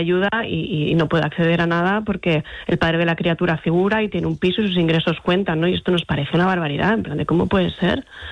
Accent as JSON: {"language": "Spanish", "town": "Gijón", "region": "Asturias", "country": "Spain", "said": "yo soy de provincias, yo soy de Gijón además"}